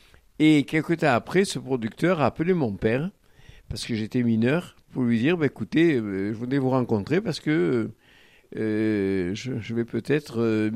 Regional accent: Barcelonnette, Provence-Alpes-Côte d'Azur, France; also born or lived in Saint-Tropez / Sisteron; je suis né à Barcelonnette, ma maman était née à Barcelonnette, toute ma famille est à Barcelonnette, mes fils sont nés à Barcelonnette, et je revendique mes origines ubaïennes. Je suis un véritable montagnard, et en même temps très rural

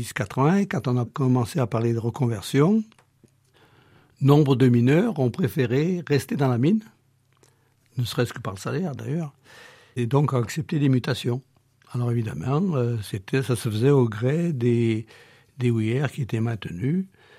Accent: Saint-Étienne, Auvergne-Rhône-Alpes, France; Et bien sûr, chez nous, à Saint-Étienne, c'était surtout des gens de la langue, de la lyonnaise.

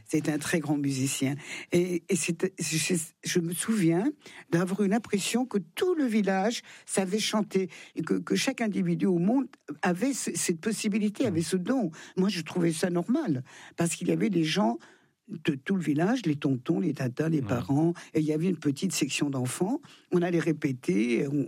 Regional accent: Thonon-les-Bains, Auvergne-Rhône-Alpes, France; Je suis née à Thonon.

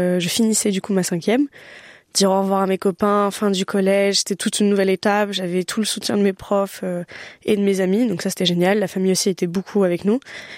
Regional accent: France; je débarque, je suis française, d'origine portugaise, bon ok.

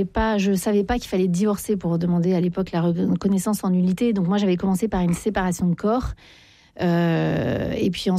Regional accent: Paris, Île-de-France, France

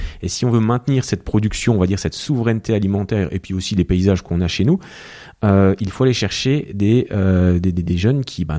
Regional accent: Grand Est, France; Alors chez nous en Moselle, c'est pas le cas.

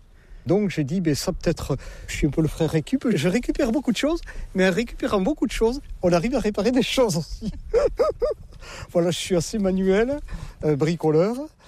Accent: Saint-Vincent-de-Paul, Nouvelle-Aquitaine, France; Avec mon accent, je ne suis pas du Nord-la-Loire, non. Je suis des Landes, du pays de Saint-Vincent-de-Paul.

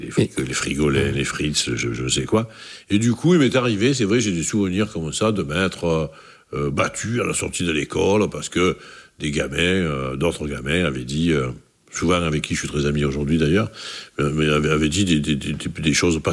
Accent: Marseille, Provence-Alpes-Côte d'Azur, France; Et je n'étais même pas marseillais, j'étais de l'Estaque, hein, enfin, j'étais de ce quartier-là.

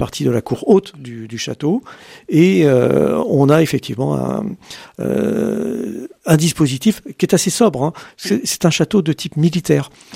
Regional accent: Pays de la Loire, France; born there; Alors moi, de naissance, je suis angevin.

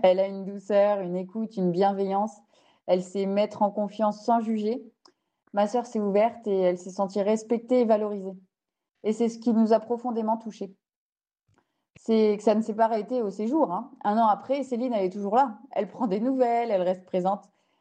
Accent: Bourgogne-Franche-Comté, France; on vient de Bourgogne. Donc, c'est à 8 heures de route de Charente.

